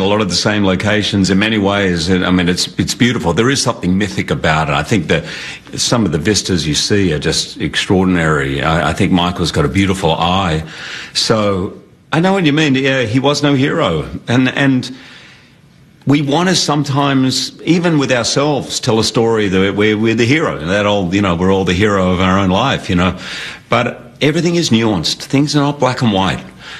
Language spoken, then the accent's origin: English; Australia; born or raised there